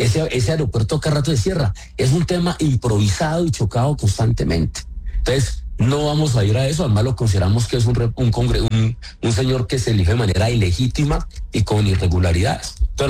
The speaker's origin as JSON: {"language": "Spanish", "town": "Sevilla", "region": "Valle del Cauca", "country": "Colombia", "tie": "born there", "lives_now": "Cali, Colombia", "said": "Universidad de La Ladera, una nueva sede en Tuluá y otra en Sevilla, donde yo nací en Sevilla y vivo hace 43 años en el distrito de Agua Blanca, en Santiago de Cali."}